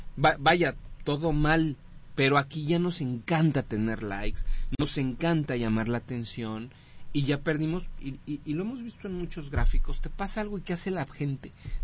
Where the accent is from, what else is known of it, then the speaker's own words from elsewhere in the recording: Mexico; lo que a mí me urge que entendamos como mexicanos